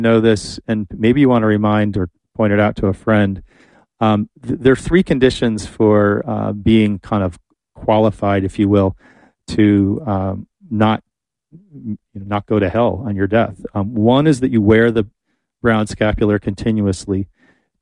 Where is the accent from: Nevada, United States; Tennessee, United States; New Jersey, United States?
New Jersey, United States; I don't remember wildfires in Canada as a kid like being a thing grown in New Jersey